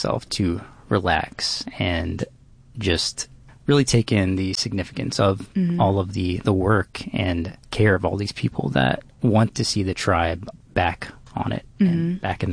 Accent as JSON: {"language": "English", "region": "Virginia", "country": "United States", "tie": "born or raised there", "said": "Like, I grew up just around the James River, so I would be like forced to go with family and friends to that river."}